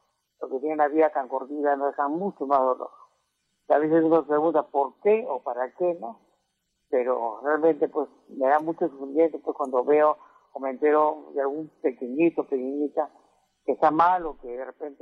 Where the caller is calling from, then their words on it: Lima, Peru; Desde Cercado de Lima.